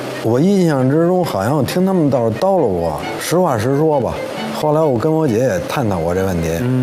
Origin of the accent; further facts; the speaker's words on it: Beijing, China; born there; also born or lived in Shilipu, Beijing; 瓷器口呢，我是在瓷器口出生的